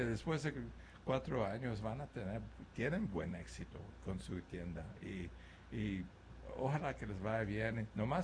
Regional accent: Mexico; Pero nosotros como mexicanos

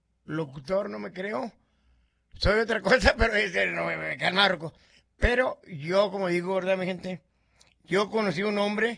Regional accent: Piedras Negras, Coahuila, Mexico; ahí en mi pueblo, de Piedras Negras, Coahuila, en la rancherita del aire

